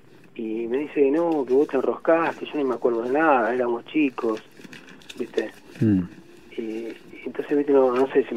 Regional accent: Florencio Varela, Buenos Aires Province, Argentina; Florencio Varela.

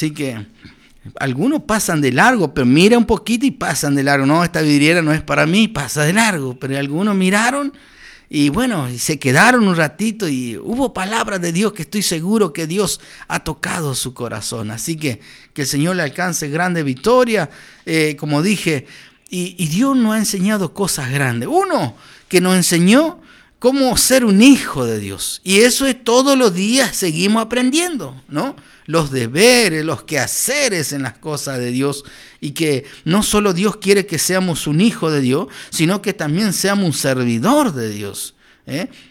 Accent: Villa Ángela, Chaco, Argentina; Nosotros hace 24 años atrás veníamos de una familia muy, pero muy acarenciada, muy pobre, de la provincia de Chaco.

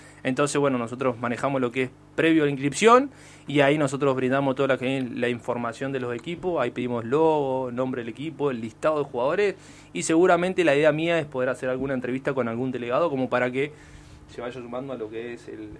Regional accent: General Roca, Río Negro, Argentina; Yo soy de Roca.

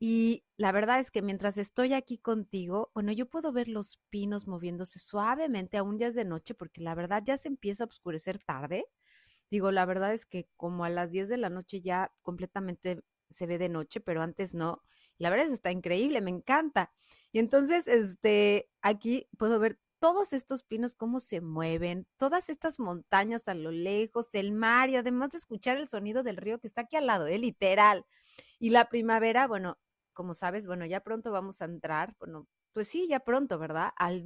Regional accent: Mexico; now in Vancouver, Canada; Vancouver, Canadá, porque sabes que en semanas pasadas estuve en Ciudad de México, ¿cómo no? En mi país

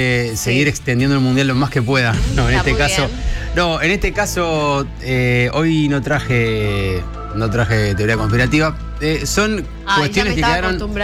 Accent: Buenos Aires, Argentina; Pablo y yo somos de Caballito

